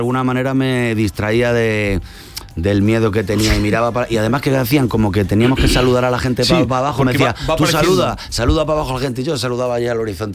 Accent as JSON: {"language": "Spanish", "town": "Madrid", "region": "Community of Madrid", "country": "Spain"}